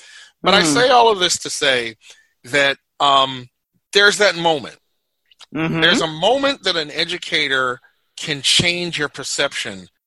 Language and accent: English; Chicago, Illinois, United States; I'm sitting here as a Chicagoan from the south side of Chicago